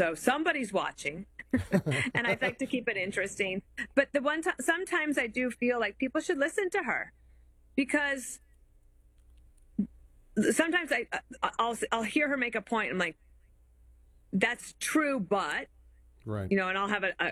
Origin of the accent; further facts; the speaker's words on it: United States; born there; also born or lived in Wyoming / Colorado / Washington, D.C.; now in New York City, United States; so we moved here 15 years ago. I grew up in Wyoming and Colorado, but I spent a long time in Washington, D.C.